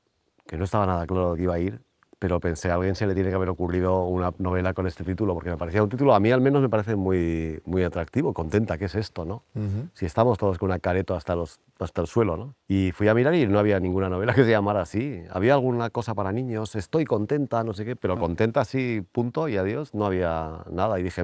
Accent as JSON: {"language": "Spanish", "town": "Portugalete", "region": "Basque Country", "country": "Spain", "tie": "born or raised there", "said": "Yo soy natural de un pueblo de la margen izquierda, que se llama Portugalete."}